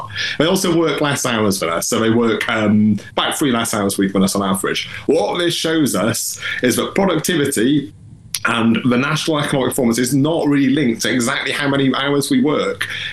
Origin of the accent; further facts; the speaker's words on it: Wales, United Kingdom; I'm saying this as a Welsh fan. I'm Welsh through and through